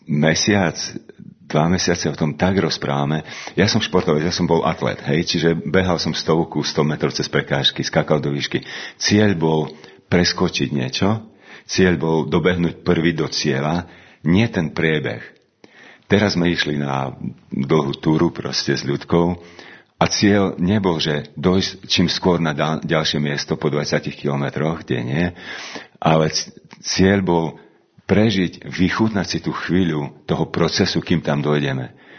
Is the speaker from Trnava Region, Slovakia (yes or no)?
no; Prešov, Prešov Region, Slovakia; ale ja som vyrastal v CBčku Prešovskom, Cirkev Bratská Prešove.